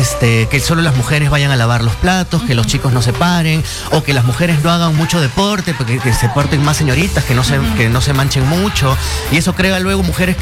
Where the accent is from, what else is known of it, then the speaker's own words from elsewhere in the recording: Peru; Y la confianza es lo que yo creo que nos falta como peruanos